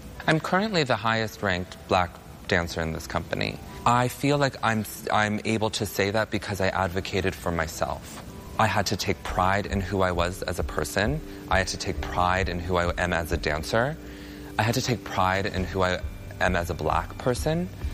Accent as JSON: {"language": "English", "region": "New Hampshire", "country": "United States", "also_born_or_lived": "Atlanta, United States", "said": "I'm originally from New Hampshire. I was born in Atlanta, Georgia, but I was adopted at 2 weeks old."}